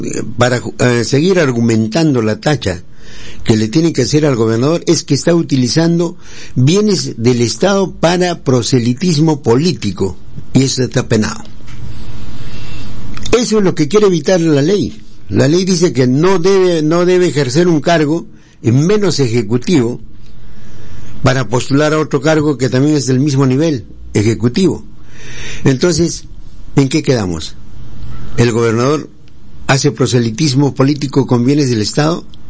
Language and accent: Spanish; Tarata, Tacna, Peru; por Tarata, por mi tierra